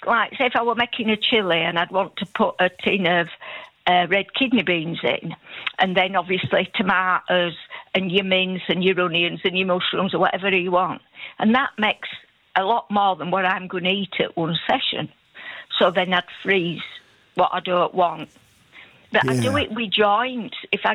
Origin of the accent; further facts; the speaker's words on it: Yorkshire and the Humber, United Kingdom; accent: Yorkshire; my Yorkshire accent